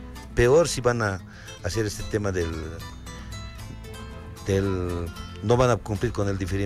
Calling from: Bolivia

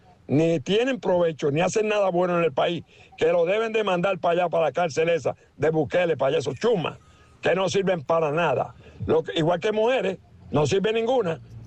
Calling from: Puerto Rico; Miren, yo soy puertorriqueño, lo está diciendo un puertorriqueño.

